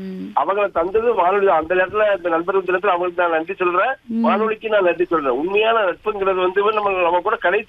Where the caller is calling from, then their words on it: Mullakkadu, Tamil Nadu, India; தூத்துக்குடி மாவட்டம் முள்ளக்காடு